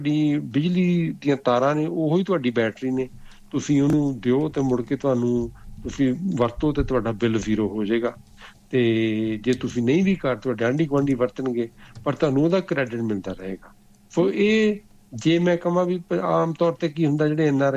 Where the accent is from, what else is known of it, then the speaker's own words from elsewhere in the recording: Punjab, India; ਹੁਣ ਉੱਥੇ ਮਤਲਬ ਮੇਰਾ ਪਿੰਡ ਹੈ ਮੇਰੇ ਪਿੰਡ ਦੇ ਆਲੇ ਦੁਆਲੇ ਸਾਰੇ ਰੁੱਖ ਕੱਟੇ ਗਏ ਸੀ